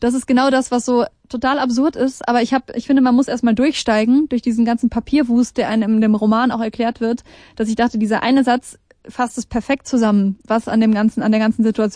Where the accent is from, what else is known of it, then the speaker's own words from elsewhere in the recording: Germany; dass mich Bürokratie als Deutsche, wo man eigentlich dran gewöhnt sein müsste, unfassbar stört